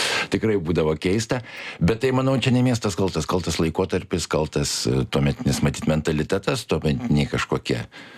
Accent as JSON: {"language": "Lithuanian", "town": "Vilnius", "region": "Vilnius County", "country": "Lithuania", "also_born_or_lived": "Kaunas", "said": "Oi, šiaip tai aš visai ką save pozicionuoju kaip vilnietė, nes... Bet kai manęs paklausė apie gimimą, aš jiems pasakau, kad tie pirmieji 2 metai vis tiek yra Kaune. Ir gimimas yra Kaune"}